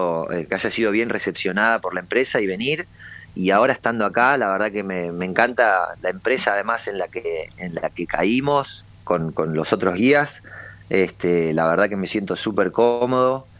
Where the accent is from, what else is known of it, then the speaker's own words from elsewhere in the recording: Patagonia, Argentina; moved away; Cuando digo que soy de la Patagonia